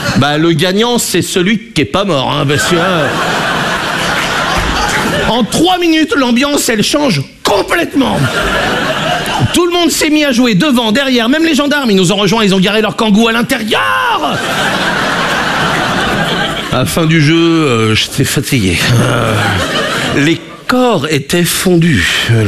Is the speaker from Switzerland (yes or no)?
no; Brittany, France